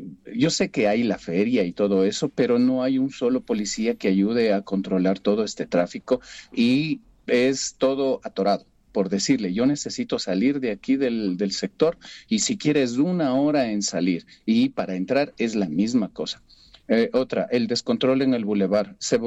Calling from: Quito, Pichincha, Ecuador; Le hablo desde Cotocollao.

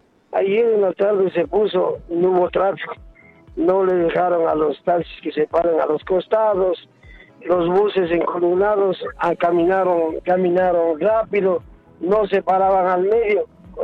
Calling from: Quito, Pichincha, Ecuador; del norte de Quito.

